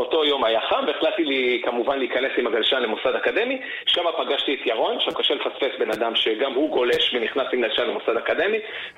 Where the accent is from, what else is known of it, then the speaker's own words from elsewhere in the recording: Kokhav Yair, Central District, Israel; אני גדלתי בכוכב יאיר.